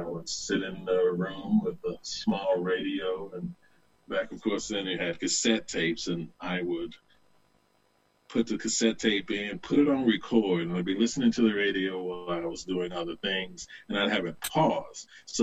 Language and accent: English; Southern United States, United States; born or raised there